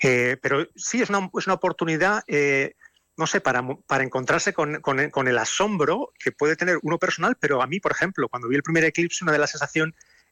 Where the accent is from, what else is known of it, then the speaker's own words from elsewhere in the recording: Pamplona, Navarre, Spain; Yo soy de Pamplona, pero tengo mis padres y mis abuelos eran de Lodosa.